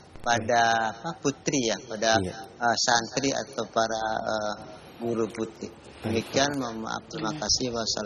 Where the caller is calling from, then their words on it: Depok, West Java, Indonesia; dari Depok.